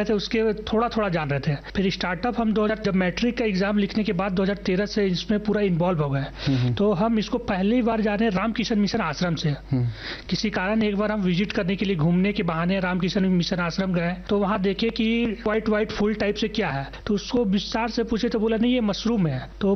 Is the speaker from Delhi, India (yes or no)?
no; Jharkhand, India; मैं कांके प्रखंड के नेवरी विकास गाँव के रहने वाला हूँ।